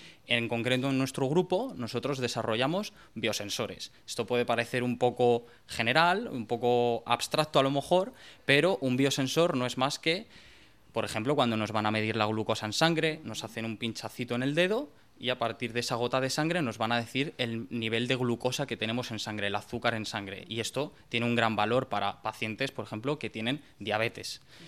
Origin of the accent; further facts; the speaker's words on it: Madrid, Community of Madrid, Spain; yo hice biología en Madrid, soy madrileño, estudié en la Universidad de Alcalá